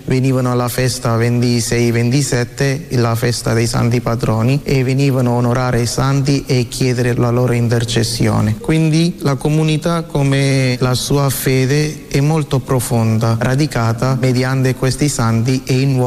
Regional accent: India; now in Italy; vengo dall'India, questa è la mia prima parrocchia affidata dal nostro arcivescovo Padre Bruno Forte.

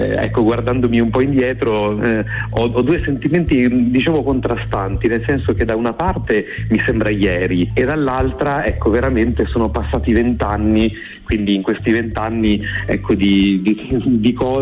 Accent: Parma, Emilia-Romagna, Italy; born there; io sono nato a Parma

